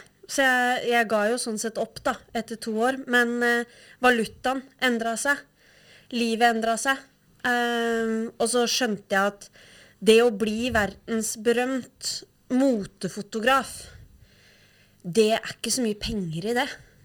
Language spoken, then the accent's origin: Norwegian; Vivestad, Vestfold, Norway; now in Uvdal, Norway; jeg kommer fra Re, Vivestad, i Vestfold. Så det er jo en liten bygd det også. Jeg synes jo det var langt ut i ingenmannsplass. Og har vokst opp der, egentlig.